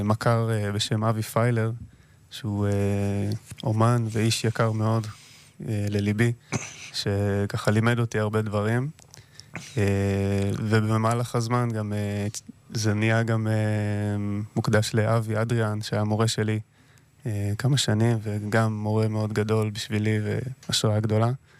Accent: Kiryat Ata, Haifa District, Israel; אני גם גדלתי פה בישראל

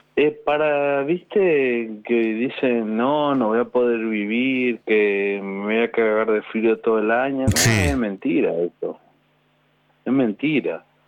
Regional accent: Formosa, Argentina; Yo soy de Formosa.

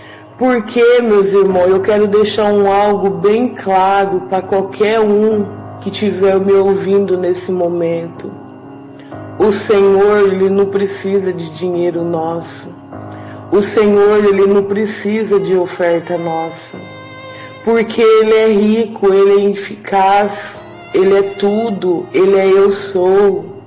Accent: Catanduva, São Paulo, Brazil; e sou de Catanduva.

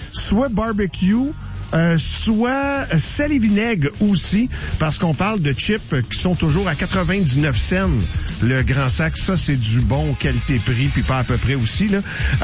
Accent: Quebec, Canada; ça me rappelle mon enfance au Saguenay-Lac-Saint-Jean.

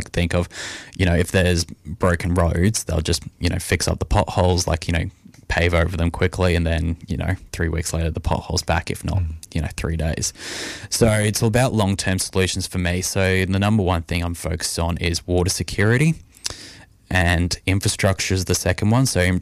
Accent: Murrumbateman, New South Wales, Australia; I grew up in Murrum Bateman here, and I've lived on a horse farm in Murrum Bateman, so on a 40-acre block

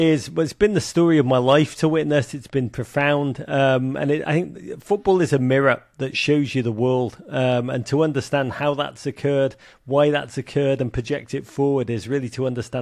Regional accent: England, United Kingdom; when I was in Portland, Maine, as an English councillor on camp in 1990, England got into the semi-final.

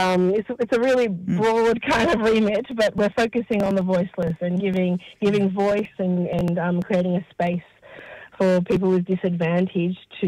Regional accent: Melbourne, Victoria, Australia; born there; moved away as an adult; now in Canberra, Australia; I grew up in Melbourne, exactly. So I come here at a young age, and I've been in I was in Melbourne for a good part of the first part of my life, actually, till the age of about 25, and then I moved to Canberra. For the last 16 years, I've been in Canberra

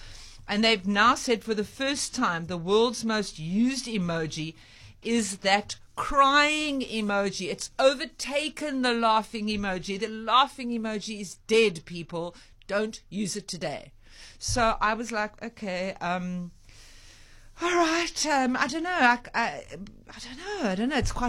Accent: Cape Town, Western Cape, South Africa; I grew up in the Seapoint area. It was a very surfy community.

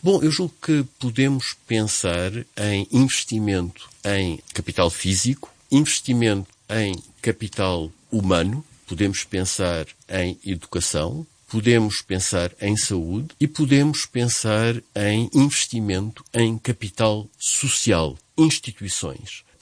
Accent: Portugal; sendo nós portugueses

